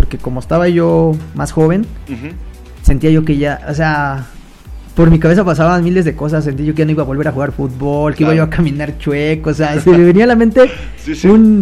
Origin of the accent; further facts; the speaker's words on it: Apizaco, Tlaxcala, Mexico; De aquí, de Apizaco, Tlaxcala.